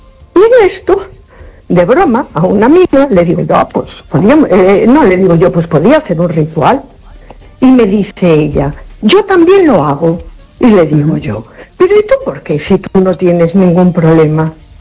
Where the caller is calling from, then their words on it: Córdoba, Andalusia, Spain; No, buenas noches. … de Córdoba.